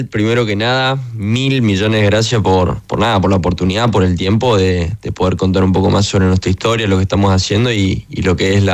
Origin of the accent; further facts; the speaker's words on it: Chaco, Argentina; Yo soy de Chaco.